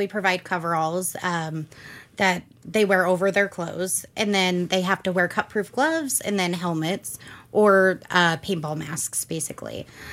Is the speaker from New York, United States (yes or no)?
no; Utah, United States; moved away as an adult; And then when we moved up here, we're from Utah.